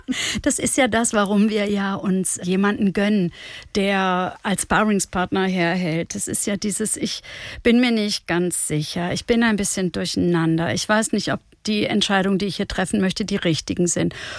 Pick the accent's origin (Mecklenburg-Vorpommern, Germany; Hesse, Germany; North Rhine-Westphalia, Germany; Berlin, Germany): North Rhine-Westphalia, Germany; Herford; In Ostwestfalen-Lippe, in der Nähe von Bielefeld. Die Stadt heißt Herford und ist bekannt für ihr Pilz. Und dort bin ich groß geworden mit Großeltern, die beide zwei Weltkriege hinter sich hatten